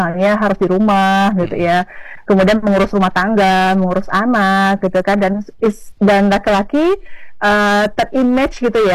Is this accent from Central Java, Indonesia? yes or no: no; Pontianak, West Kalimantan, Indonesia; kayak saya di Pontianak ya, karena saya orang Melayu